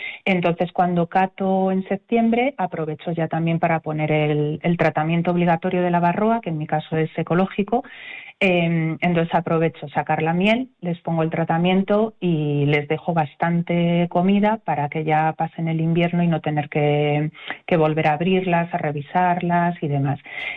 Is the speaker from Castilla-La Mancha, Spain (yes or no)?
yes; Castilla-La Mancha, Spain; en Guadalajara hay mucha tradición apícola. Yo en mi pueblo hay varios apicultores